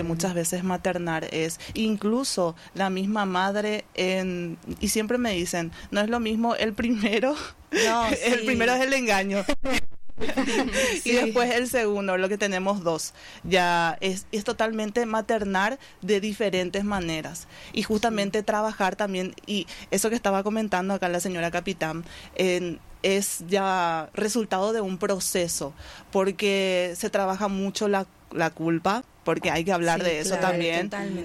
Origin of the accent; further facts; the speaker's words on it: Areguá, Central, Paraguay; yo soy de Areguá y tengo que venir hasta Sajonia, sí, y yo salgo a las 5